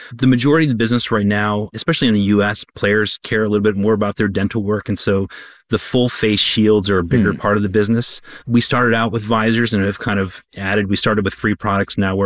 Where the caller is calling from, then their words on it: Arlington, Virginia, United States; I'm calling in from Arlington, Virginia.